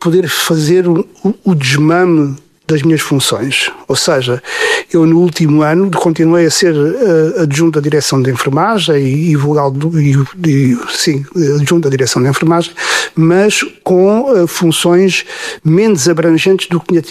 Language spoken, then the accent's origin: Portuguese; Arronches, Portalegre, Portugal; A minha infância foi toda feita em Arronches, porque o meu pai era guarda fiscal. Quando eu nasci, ele já vem para Arronches e a minha infância é passada com...